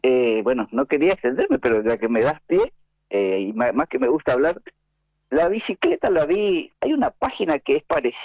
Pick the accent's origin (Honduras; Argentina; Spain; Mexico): Argentina; Posadas, Misiones; moved away as an adult; now in Buenos Aires, Argentina; Yo me vine de Posadas a hacer, me vine, digo, como que estuviera ahí, a hacer la especialidad en el Hospital Tornú.